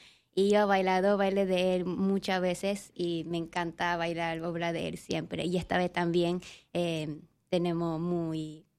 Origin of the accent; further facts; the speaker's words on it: Japan; moved away as an adult; now in Panama; Yo soy de Japón.